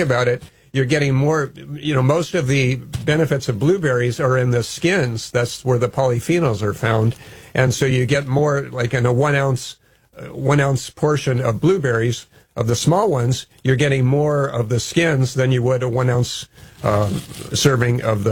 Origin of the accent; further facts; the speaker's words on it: Hawaii, United States; I grew up in Hawaii